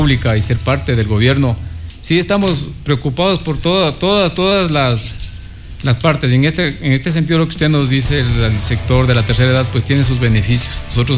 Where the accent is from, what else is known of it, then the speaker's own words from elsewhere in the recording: Ecuador; como buenos ecuatorianos que somos